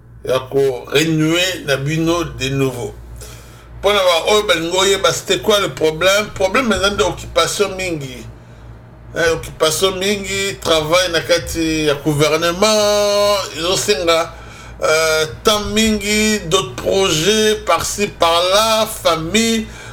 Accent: DR Congo; je congolais, je suis un congolais, pour les pandas, je suis un bunda.

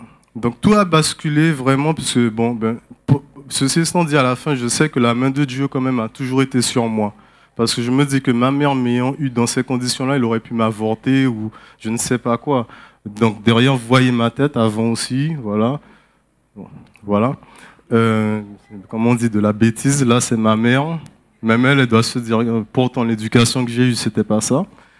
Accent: French Guiana; born there; Je suis née en Guyane, d'une mère qui est martiniquaise

